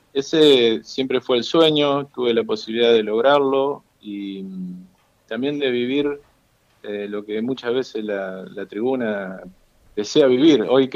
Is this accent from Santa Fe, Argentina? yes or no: yes; Villa Constitución, Santa Fe, Argentina; moved away; yo soy de Villa Constitución, una ciudad que está a 50 kilómetros de Rosario, a 20 kilómetros de San Nicolás, que es la casa de María.